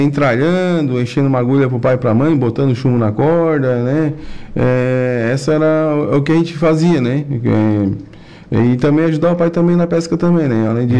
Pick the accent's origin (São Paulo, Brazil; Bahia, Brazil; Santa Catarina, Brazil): Santa Catarina, Brazil; Imaruí; also born or lived in Forquilhinha / Criciúma; now in Araranguá, Brazil; a gente é natural da cidade de Maruí, né, e filho de pescador, também sou pescador também